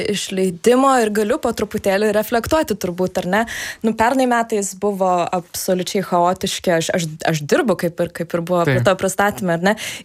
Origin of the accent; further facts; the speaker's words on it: Kaunas, Kaunas County, Lithuania; moved away as an adult; o aš iš Kauno